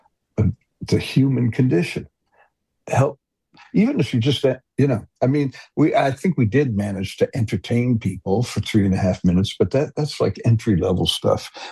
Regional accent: Detroit, Michigan, United States; born or raised there

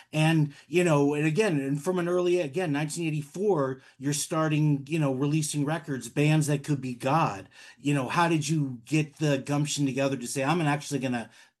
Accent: Kansas City, United States; moved away; I grew up in Kansas City

